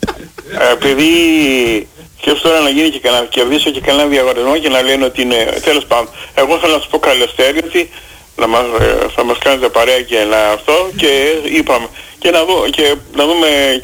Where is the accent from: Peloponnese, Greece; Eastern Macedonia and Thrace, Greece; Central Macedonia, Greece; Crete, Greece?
Crete, Greece; Chania; Εγώ είμαι από Χανιά.